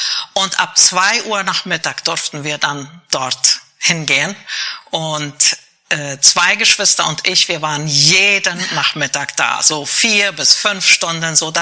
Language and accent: German; Asunción, Paraguay; also born or lived in Montevideo, Uruguay; habe zwei Kinder und ja, bin eigentlich aus Asunción.